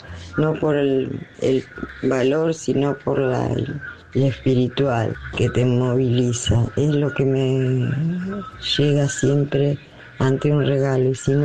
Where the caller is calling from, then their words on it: La Plata, Buenos Aires Province, Argentina; desde La Plata ahora.